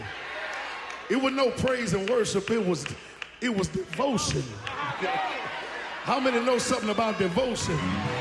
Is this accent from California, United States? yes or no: yes; Los Angeles, California, United States; When I was growing up in Los Angeles